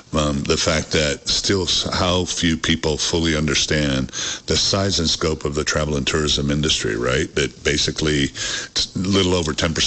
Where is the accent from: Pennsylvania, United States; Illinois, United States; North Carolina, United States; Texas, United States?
Texas, United States; Fort Worth; So, you know, my hometown is Fort Worth. Even little old Fort Worth